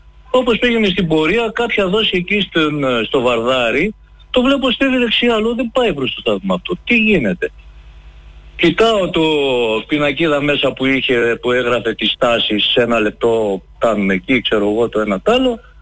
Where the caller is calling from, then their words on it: Kordelio, Central Macedonia, Greece; Είμαι από το Κορδελιό, σας παίρνω εδώ.